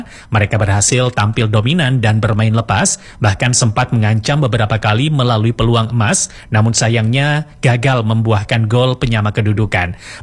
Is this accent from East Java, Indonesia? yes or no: yes; Malang, East Java, Indonesia; kita sebagai warga Malang Raya, sebagai Arema